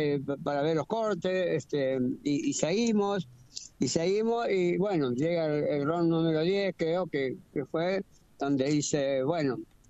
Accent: Córdoba, Argentina; soy el primer boxeador argentino, campeón del mundo en doble categoría, el primero y soy de Córdoba

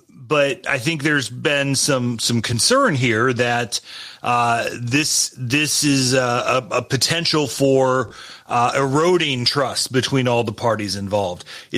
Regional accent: Iroquois County, Illinois, United States; where I grew up in Iroquois County

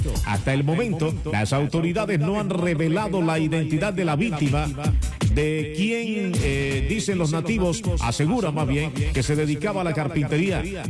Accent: Colombia

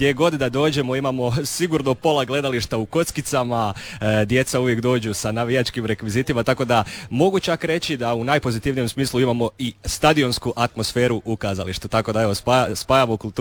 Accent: Slavonski Brod, Brod-Posavina County, Croatia; now in Zagreb, Croatia; ja sam glumac, međutim, ja sam inače rodom iz Slavonskoga Broda, tamo sam trenirao u lokalnoj Marsoni

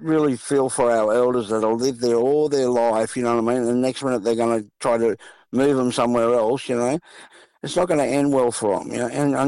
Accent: Sydney, New South Wales, Australia; We grew up in South Sydney, Redfern All Blacks.

